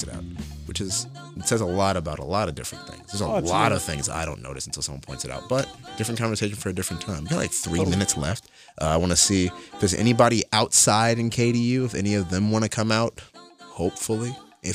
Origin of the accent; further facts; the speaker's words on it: Jersey City, New Jersey, United States; accent: North Jersey; Oh, yeah, I'm from Jersey City, New Jersey. Yeah. I'm from Jersey City, New Jersey.